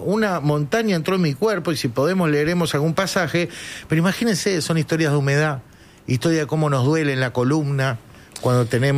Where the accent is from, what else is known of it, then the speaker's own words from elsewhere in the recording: Uruguay; como tantos uruguayos y uruguayas